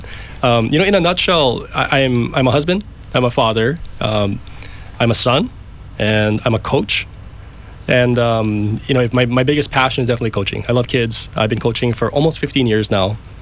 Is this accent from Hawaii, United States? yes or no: yes; Hawaii, United States; Born and raised on Kauai. Go back to my childhood a little bit. So I was, my house was in Kala Hill, my parents, but I spent most of my time in Hanapepe Heights.